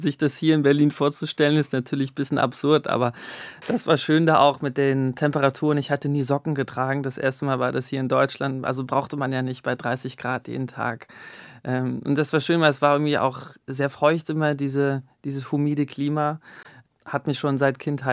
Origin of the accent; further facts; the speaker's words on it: Singapore; Genau, ich bin in Singapur aufgewachsen, habe da auch 6 Jahre gelebt und die Zeit in der Grundschule. Die Grundschule war im Dschungel eigentlich gelegen.